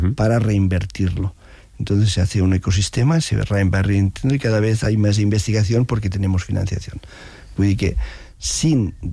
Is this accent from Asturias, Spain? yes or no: no; Arenys de Mar, Catalonia, Spain; que soy de Arenys de Mar